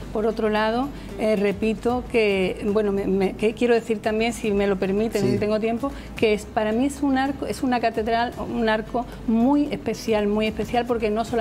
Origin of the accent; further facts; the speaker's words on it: Almonte, Andalusia, Spain; mi pueblo, mi querido Almonte